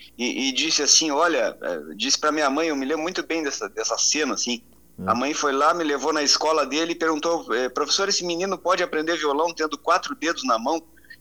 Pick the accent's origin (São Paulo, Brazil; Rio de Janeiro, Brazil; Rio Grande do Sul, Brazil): Rio Grande do Sul, Brazil; Bagé; moved away; eu tenho um carinho muito grande por Bagé, é a minha terra natal, eu sempre ando por aí dizendo que sou bagiense.